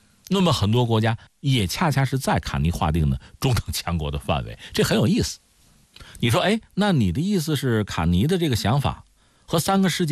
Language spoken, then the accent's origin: Chinese; China; 但恐怕我们中国人不会答应。